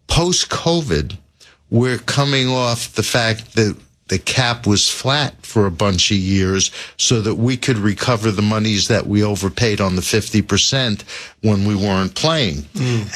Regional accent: New York, United States; born or raised there

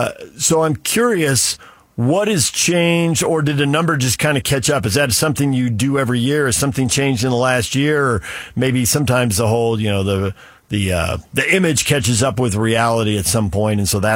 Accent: San Diego, California, United States; moved away; I grew up in San Diego

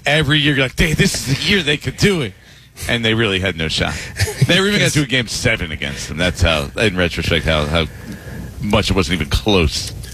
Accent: New Jersey, United States; But I grew up in New Jersey. It didn't even matter.

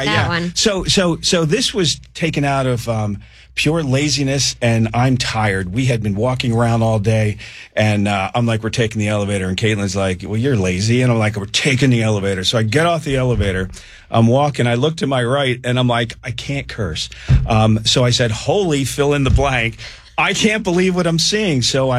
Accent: Alexandria, Virginia, United States; also born or lived in Melbourne, Florida; So I hail from Northern Virginia, Alexandria, just outside of D.C., and Melbourne, Florida.

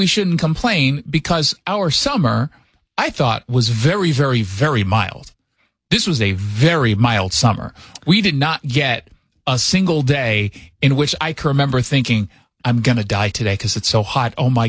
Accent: Seattle, Washington, United States; No, I'm from Seattle. They're just not used to us.

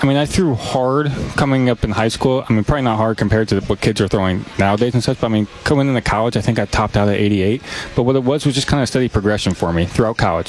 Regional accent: Clinton, Iowa, United States; I grew up in Clinton, Iowa.

